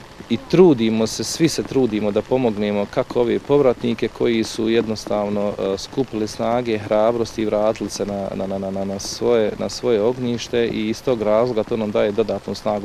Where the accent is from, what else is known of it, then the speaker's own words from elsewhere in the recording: Vlasenica, Republika Srpska, Bosnia & Herzegovina; obzirom da potičem iz Vlasenice